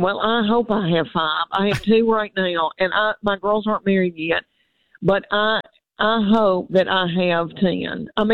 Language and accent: English; Tennessee, United States; I am a grandmother from East Tennessee.